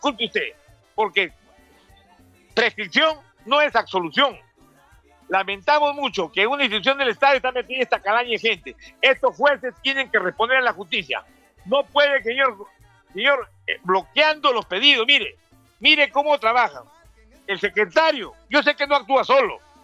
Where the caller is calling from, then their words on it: Chimbote, Ancash, Peru; acá yo desde Chimbote voy a denunciar públicamente.